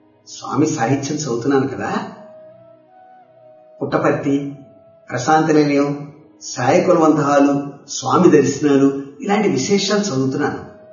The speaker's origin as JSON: {"language": "Telugu", "town": "Kolamuru", "region": "Andhra Pradesh", "country": "India", "tie": "born or raised there", "said": "1963 నా చిన్నతనం. రాజమహేంద్రికి సమీపంలో ఉన్నటువంటి మా స్వగ్రామం కోలమూరు."}